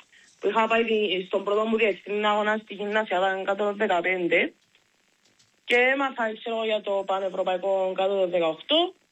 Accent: Cyprus

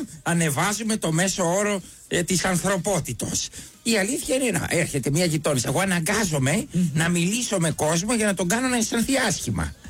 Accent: Crete, Greece; Πρώτο μάτς εντός εκτός Όφι Εργοτέλης, επειδή είμαι από Κρήτη

